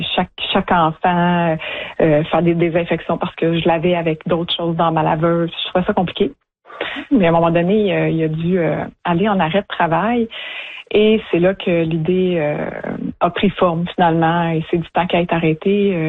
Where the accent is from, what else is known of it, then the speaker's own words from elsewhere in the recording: Saint-Jérôme, Quebec, Canada; T'sais, moi, j'ai grandi à Saint-Jérôme